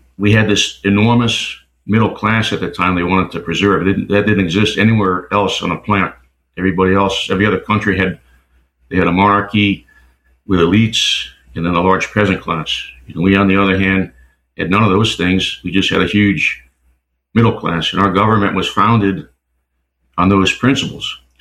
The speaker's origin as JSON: {"language": "English", "region": "Maine", "country": "United States", "tie": "born or raised there", "moved": "as an adult", "said": "I grew up in Southern Maine, which in a town that was founded in 1643."}